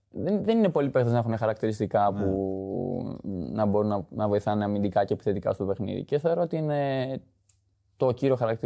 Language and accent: Greek; Heraklion, Crete, Greece; Και όταν με ρωτάνε από πού είσαι, εγώ λέω από το Ηράκλειο, από την Κρήτη. Γιατί και ο πατέρας μου μας έκανε να αγαπήσουμε πάρα πολύ.